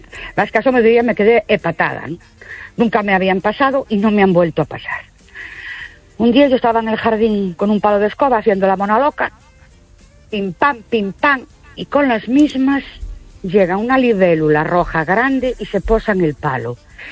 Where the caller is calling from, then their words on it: Ourense, Galicia, Spain; Buenas noches … de Ourense.